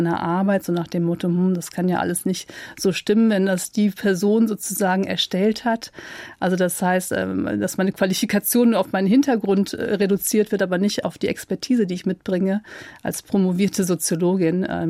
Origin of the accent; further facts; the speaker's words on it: Germany; born there; dass ich Deutsch bin, hier geboren bin, die deutsche Staatsbürgerschaft habe.